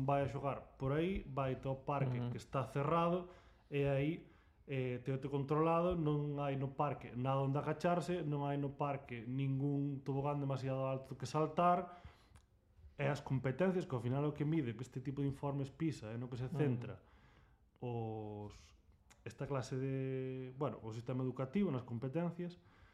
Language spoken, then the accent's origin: Galician; Laxe, Galicia, Spain; Eu son de Laxe.